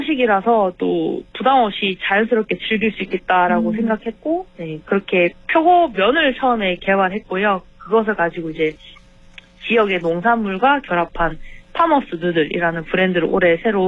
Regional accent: Busan, South Korea; moved away as an adult; now in Sangju, South Korea; 저는 부산이 고향이고요. 저희 상주는 아버지 고향으로

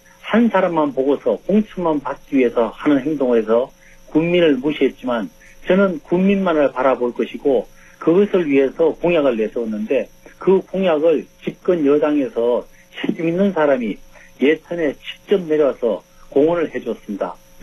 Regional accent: Yecheon, North Gyeongsang, South Korea; born or raised there

